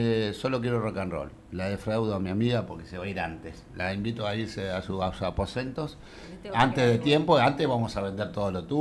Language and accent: Spanish; Italy; Soy muy italiano, pero me molesta esa desigualdad.